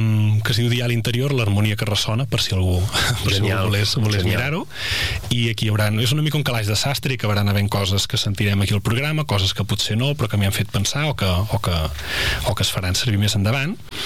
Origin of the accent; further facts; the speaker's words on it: Sant Hipòlit de Voltregà, Catalonia, Spain; sóc fill de Sant Hipòlit